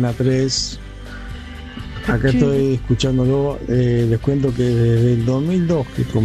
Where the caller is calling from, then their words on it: Intendente Alvear, La Pampa, Argentina; soy de Intendente Alvear, provincia de La Pampa.